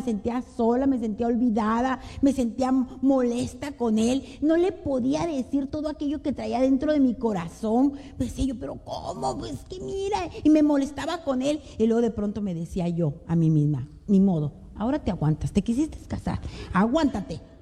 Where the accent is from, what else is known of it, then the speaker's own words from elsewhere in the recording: Monterrey, Nuevo León, Mexico; yo soy de Monterrey, donde uno come cabrito, carne, salsa, tortillas, cosas sabrosas.